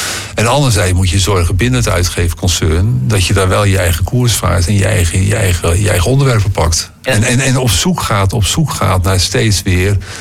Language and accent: Dutch; South Holland, Netherlands; Ik ben niet van Amsterdam. Ik kom natuurlijk uit Rotterdam omgeving. Dus ik ben wel heel erg Rotterdam fan.